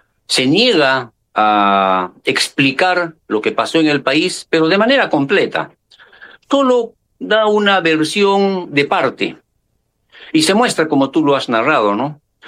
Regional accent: Peru; nosotros, como peruanos

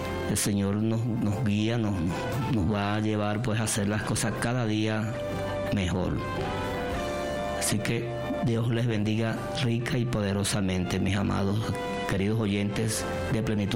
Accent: Venezuela; estamos esperando también ese gran aporte como venezolanos

